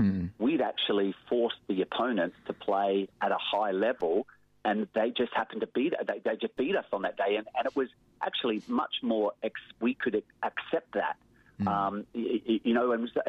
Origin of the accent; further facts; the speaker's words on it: Australia; for us being Australian